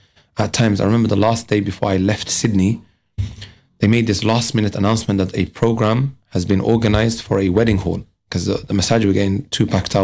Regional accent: Leicester, East Midlands, United Kingdom; So I'm from Leicester, but I come visit her from time to time.

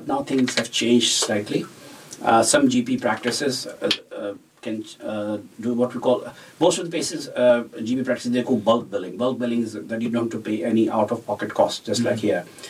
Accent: Melbourne, Victoria, Australia; I'm from Melbourne, so they're private billing practices.

